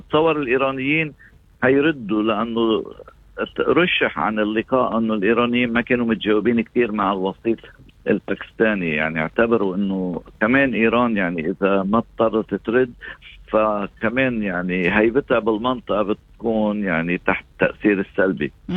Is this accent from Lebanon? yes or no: yes; Lebanon; وهذا بيرشح لأمر واحد أنه نحن كلبنانيين علينا نكون واعيين.